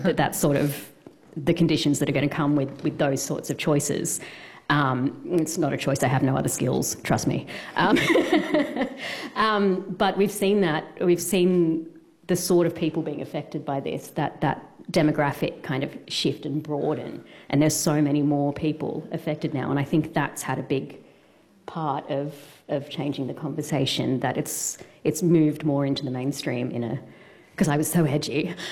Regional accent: Sydney, New South Wales, Australia; I am from Sydney, which is sort of the epicentre of the housing crisis, if you like.

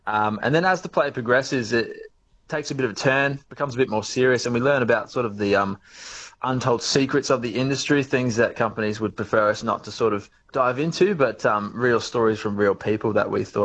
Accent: Brisbane, Queensland, Australia; also born or lived in Western Australia; now in Melbourne, Australia; I'm based in Melbourne now, but I'm originally from Brisbane, which Queensland as well has a very strong FIFO culture and life.

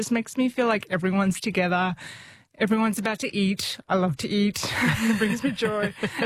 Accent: Brisbane, Queensland, Australia; I grew up in Brisbane. I'm one of four kids. I'm also a triplet.

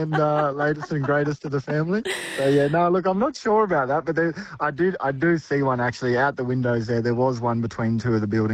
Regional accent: Katherine, Northern Territory, Australia; Was one of the proudest and best moments of my life watching my little boy born in my hometown.

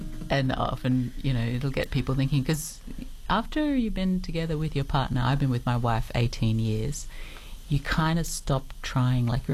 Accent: Townsville, Queensland, Australia; Like, growing up in Townsville, and I used to go to a couple of different churches.

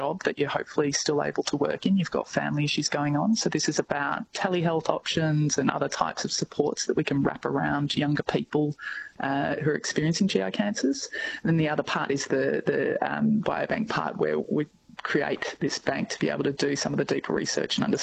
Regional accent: Woodend, Victoria, Australia; And I'm from Woodend myself, so certainly have a deep appreciation for what it's like coming from a regional community.

